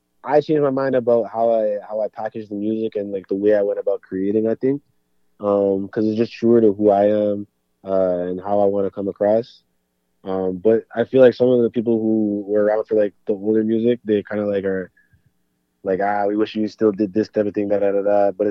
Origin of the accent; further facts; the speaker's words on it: Ottawa, Ontario, Canada; In Barrhaven, actually, so it's right by, like, where I grew up and stuff